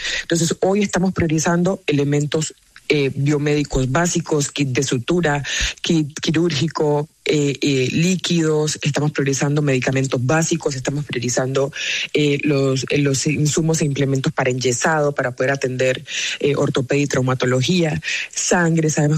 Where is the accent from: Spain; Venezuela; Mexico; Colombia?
Colombia; permítame por favor un minutico como gobernadora del Chocó, pero primero como colombiana